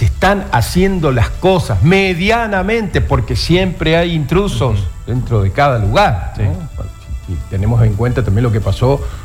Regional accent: Coronel Du Graty, Chaco, Argentina; Mi pueblo... donde nosotros íbamos al club a tomar una gaseosita, una cervecita.

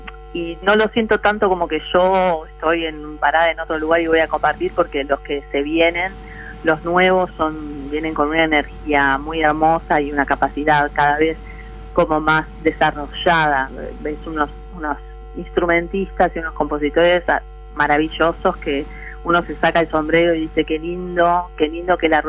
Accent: Buenos Aires, Argentina; soy de Buenos Aires, entonces también hay algo de sabor a tango en lo que hago

